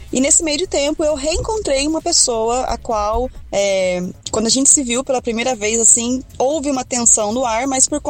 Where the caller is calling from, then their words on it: Piracicaba, São Paulo, Brazil; eu sou daqui do interior de São Paulo, mais precisamente de Piracicaba.